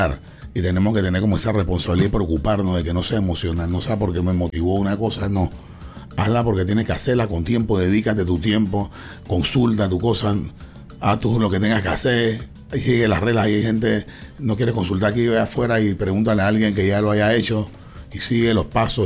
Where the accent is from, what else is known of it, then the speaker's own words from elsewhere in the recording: Panama; nosotros tenemos un acento en Panamá porque nosotros escuchamos otra película.